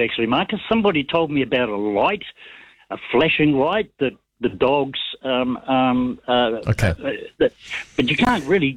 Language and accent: English; New Zealand; No, I'm Kiwi and proud of it.